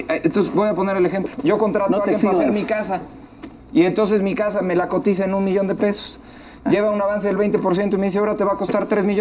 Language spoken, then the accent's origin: Spanish; Querétaro, Mexico; yo que soy queretano